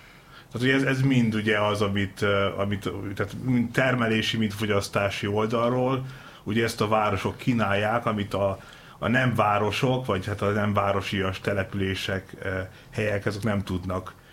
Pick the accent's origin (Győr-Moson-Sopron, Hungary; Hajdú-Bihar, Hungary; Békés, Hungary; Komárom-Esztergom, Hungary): Békés, Hungary; now in Budapest, Hungary; én ilyen 5000 fős településen nőttem fel Békés megyében, és ez nem volt városias, hát ma már kicsit ilyen elővárosias jellege van, nem annyira ilyen klasszikus falu